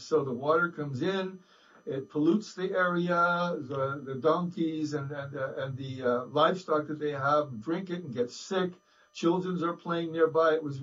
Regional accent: West Coast, United States; Yeah, well, I was raised on the West Coast, and I worked on fishing boats on the high seas.

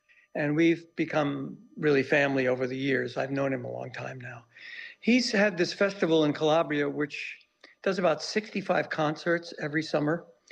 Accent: New York, United States; moved away; I moved back to New York in 96 from New York. I'm from Brooklyn.

